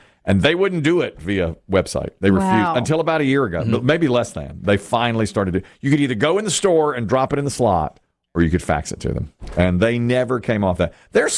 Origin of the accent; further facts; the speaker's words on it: Asheboro, North Carolina, United States; you know, I'm from Asheboro. We didn't have, I had nothing like that.